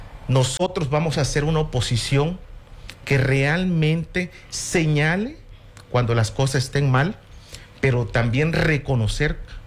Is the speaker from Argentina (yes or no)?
no; Mexico